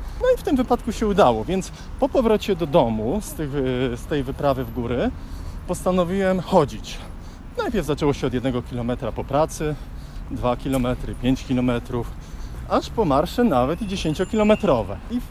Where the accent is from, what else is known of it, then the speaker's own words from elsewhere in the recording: Łódź, Łódź Voivodeship, Poland; mam 36 lat, urodziłem się w Łodzi, od zawsze mieszkam w Łodzi. Były to różne rewiry, początkowo Dąbrowa w ramach dzielnicy górnej. Obecnie mieszkam na Bałutach od roku czasu z moją ukochaną narzeczoną.